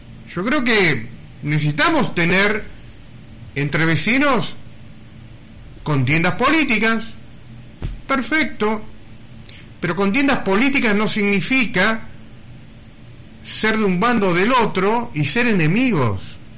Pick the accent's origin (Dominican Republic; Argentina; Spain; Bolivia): Argentina